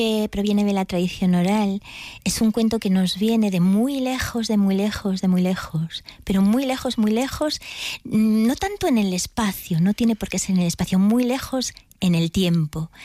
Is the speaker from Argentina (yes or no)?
no; Galicia, Spain; Bueno, yo conozco, soy gallega y conozco un poquillo la tradición oral